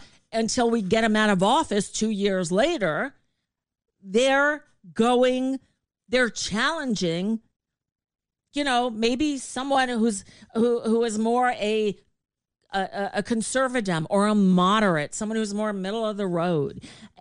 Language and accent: English; United States; We're American.